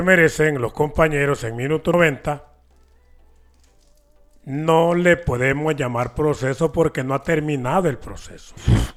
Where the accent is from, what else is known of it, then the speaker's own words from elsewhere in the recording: Honduras; los hondureños, porque nosotros estamos acostumbrados a hartarnos arroz y frijoles y eructar carne y pescado. Eso es lo que somos los hondureños.